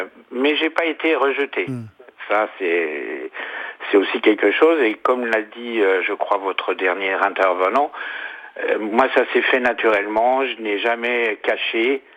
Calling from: Nouvelle-Aquitaine, France; J'appelle de Dordogne.

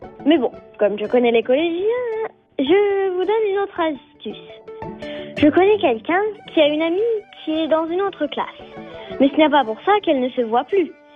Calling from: Montévrain, Île-de-France, France; j'ai 11 ans et j'habite à Montévrin.

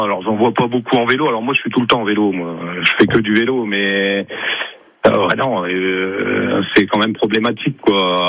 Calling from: Amiens, Hauts-de-France, France; Moi, je me promène depuis que je vis à Amiens.

